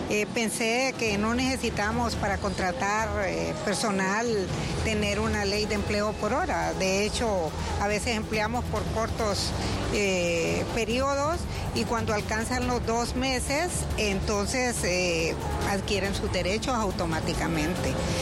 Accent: Honduras

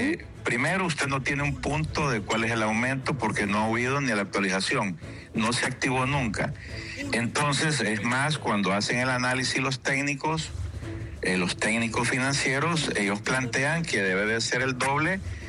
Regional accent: El Progreso, Yoro, Honduras; somos hondureños, somos progreseños.

